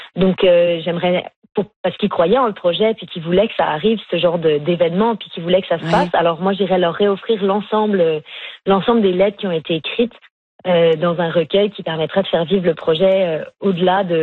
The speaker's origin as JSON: {"language": "French", "region": "Quebec", "country": "Canada", "tie": "born or raised there", "said": "J'ai grandi au Québec"}